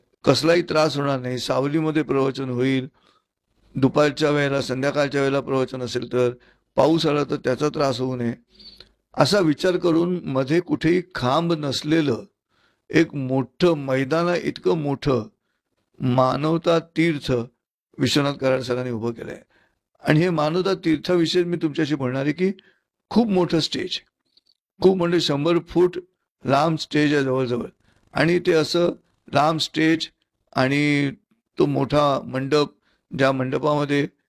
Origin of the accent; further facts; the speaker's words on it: Mumbai, Maharashtra, India; also born or lived in Shrivardhan; मी खरं तर मी मुंबईचा